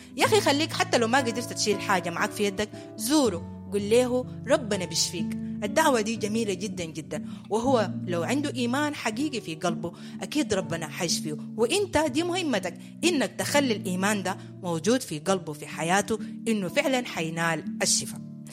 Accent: Sudan; بلدنا السودان

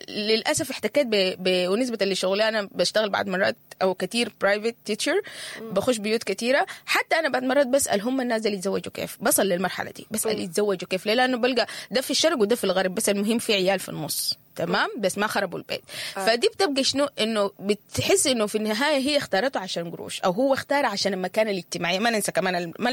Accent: Sudan; يعني إحنا كمجتمع سوداني

